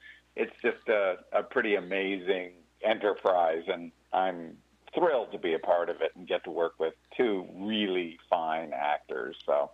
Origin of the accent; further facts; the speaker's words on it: Virginia, United States; she came from Kentucky, I came from Virginia